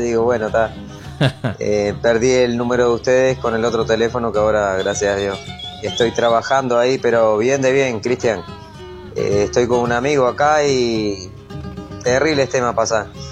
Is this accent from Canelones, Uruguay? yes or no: no; Montevideo, Uruguay; Nací en Montevideo, me crié acá